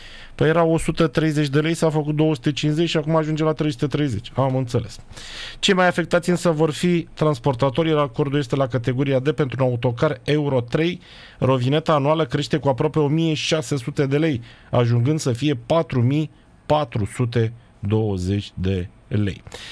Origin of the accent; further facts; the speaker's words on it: Bucharest, Romania; eu sunt din București, provenit din altă zonă.